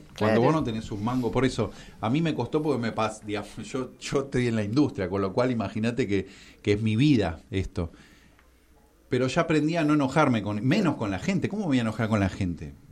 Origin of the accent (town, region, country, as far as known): Argentina